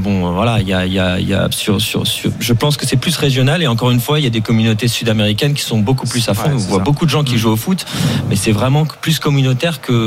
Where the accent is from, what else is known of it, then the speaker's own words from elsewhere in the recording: Strasbourg, Grand Est, France; moi, vu que j'habite à Strasbourg, je suis originaire de Strasbourg.